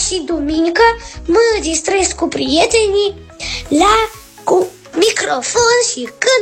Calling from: Ploiești, Prahova, Romania; din Ploiește, 8 ani

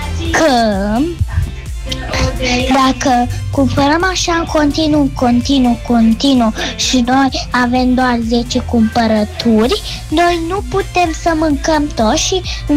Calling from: Bucharest, Romania; din București, am 6 ani

